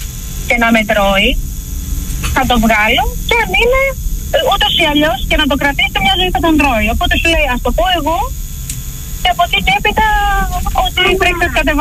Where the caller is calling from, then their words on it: Varda, Western Greece, Greece; Τηλεφωνώ από Βάρδα.